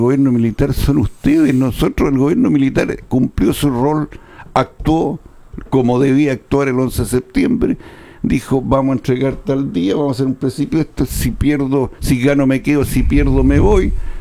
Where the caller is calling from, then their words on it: Chile; somos todos chilenos.